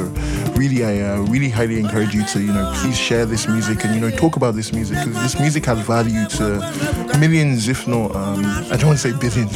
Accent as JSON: {"language": "English", "country": "Nigeria", "said": "because I'm Nigerian mysel"}